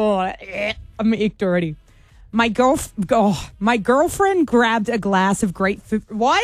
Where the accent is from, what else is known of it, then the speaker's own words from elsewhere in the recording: Australia; us Aussies